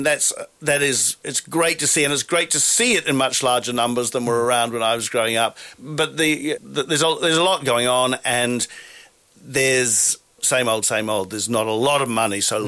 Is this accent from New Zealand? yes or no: yes; New Zealand; now in Sydney, Australia; because I grew up in New Zealand, much smaller population.